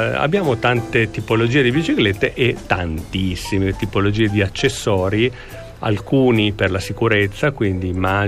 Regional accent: Milan, Lombardy, Italy; also born or lived in Bologna; io sono milanese, poi ho abitato a Bologna in centro

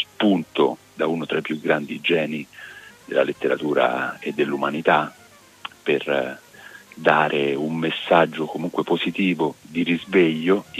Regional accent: Marche, Italy; io sono marchigiano

